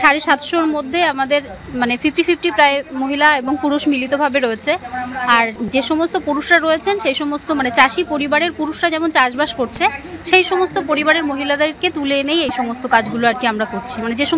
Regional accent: Gaighata, West Bengal, India; আমি গাইঘাটা ব্লক থেকে এসেছি।

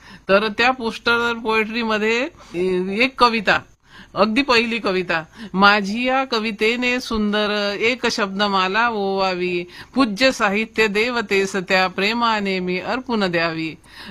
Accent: Anjangaon Surji, Maharashtra, India; माझं माहेर सुरजी अंजनगाव अमरावती जिल्ह्यातलं

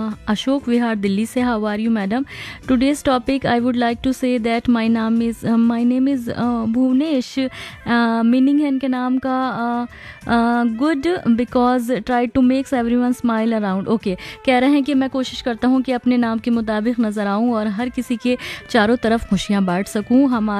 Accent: Purkazi, Uttar Pradesh, India; मैं पुरकाजी ज़िला मुजफ्फरनगर का रहने वाला हूँ।

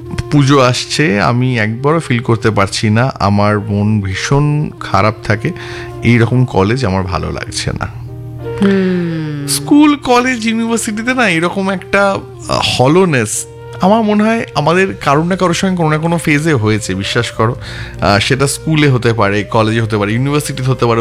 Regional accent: Kolkata, West Bengal, India; যারা কলকাতাতেই ঠাকুর দেখতে দেখতে বড় হয়েছি।

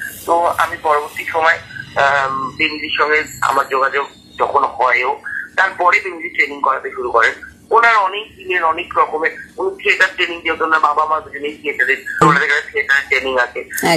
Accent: Malda, West Bengal, India; now in Kolkata, India

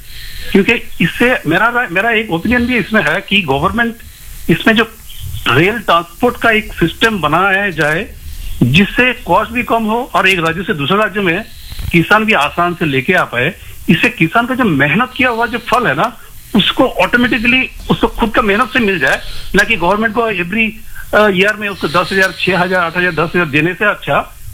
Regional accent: West Bengal, India; moved away as an adult; now in Thane, India; मेरा native place है waste Bengal, जहाँ से सिंगूर टाटा नैनो हुआ था।

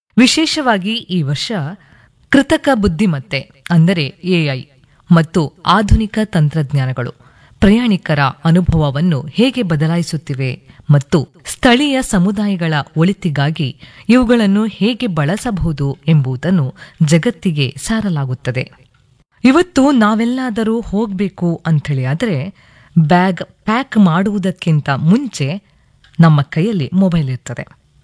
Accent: Karnataka, India

